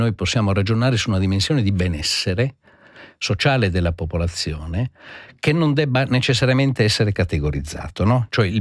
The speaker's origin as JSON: {"language": "Italian", "region": "Sardinia", "country": "Italy", "moved": "yes", "said": "io vengo dall'Italia, dove ci sono, dalla Sardegna in particolare"}